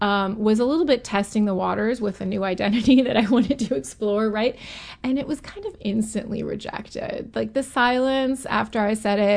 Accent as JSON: {"language": "English", "town": "St. Louis", "region": "Missouri", "country": "United States", "tie": "born or raised there", "said": "my first visit to Powell Hall as a kid growing up in St. Louis."}